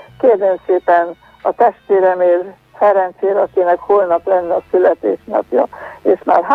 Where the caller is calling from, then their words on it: Baia Mare, Maramureș, Romania; Én itt Nagybányai vagyok